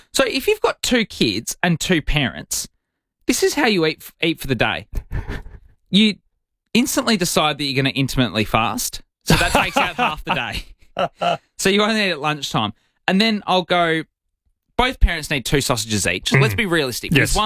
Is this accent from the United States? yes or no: no; Burnside, South Australia, Australia; Oh, hello. I'm from Burnside.